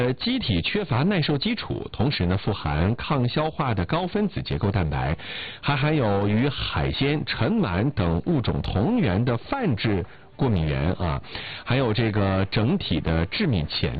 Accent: Northeast China, China; 而且呢，蚕蛹是我们东北人记忆里的家乡味道，也是在外打拼的东北人心里的一块乡愁吧。

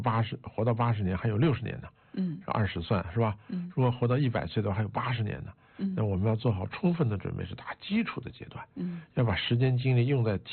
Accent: China; 说我们身为一个中国人，不能光想着自己过好日子，自己的家庭过好日子，自己的子孙过好日子

